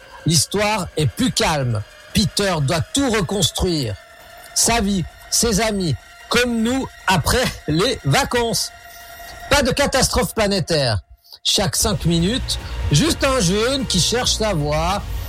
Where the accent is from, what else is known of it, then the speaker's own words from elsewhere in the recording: Switzerland; Chez nous en Suisse aussi